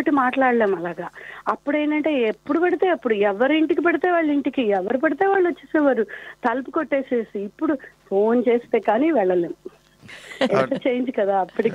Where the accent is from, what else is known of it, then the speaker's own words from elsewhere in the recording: Vijayawada, Andhra Pradesh, India; మేము కూడాను చిన్నప్పుడు విజయవాడలో చాలా పెద్ద ఫ్యామిలీ మాది కూడా అన్నమాట బాబాయిలు అత్త అందరూ ఒకటే ఇంట్లో ఉండేవాళ్ళం మూడు అంతస్తుల మేడ అది